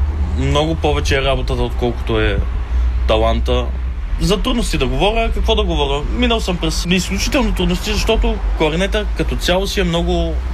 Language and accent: Bulgarian; Kribul, Blagoevgrad Province, Bulgaria; Родом съм от Гоце Делчевския край, едно село, Крибул.